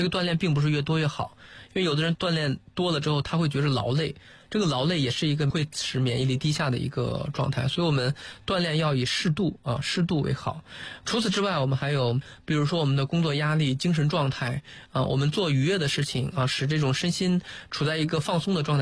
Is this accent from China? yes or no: yes; China; 我们中国人